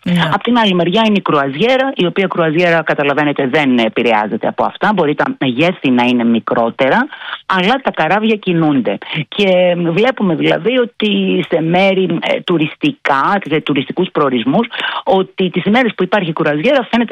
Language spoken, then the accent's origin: Greek; Turkey; Greek is a second language; λέγοντα ότι μιλάω πολύ καλά αυτή τη γλώσσα. Αν και είμαι Τουρκάλα.